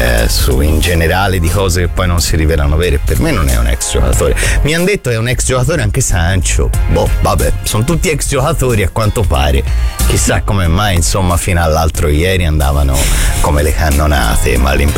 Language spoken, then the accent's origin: Italian; Florence, Tuscany, Italy; Io sono fiorentino